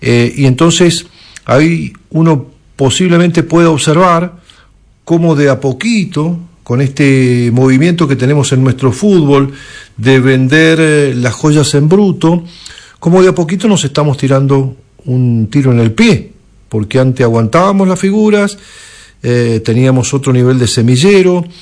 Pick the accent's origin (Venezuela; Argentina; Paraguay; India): Argentina